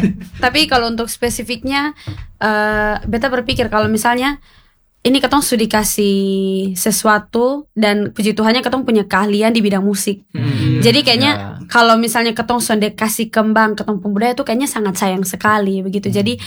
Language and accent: Indonesian; East Nusa Tenggara, Indonesia; beta orang Timor sejati.